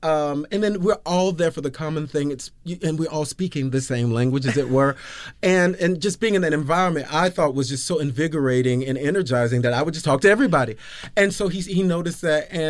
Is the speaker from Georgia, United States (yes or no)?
yes; Georgia, United States; So I'm from Georgia. I had always been a musician.